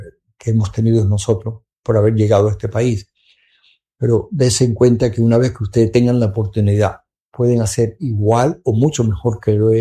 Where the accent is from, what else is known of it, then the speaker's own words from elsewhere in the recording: Cuba; now in United States; yo soy un cubano más averaje, muy orgulloso de ser cubano, español y americano.